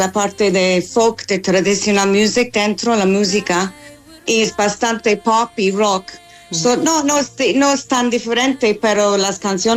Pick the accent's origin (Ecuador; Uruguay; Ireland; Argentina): Ireland; Dundalk, Leinster; born or raised there; Spanish is a second language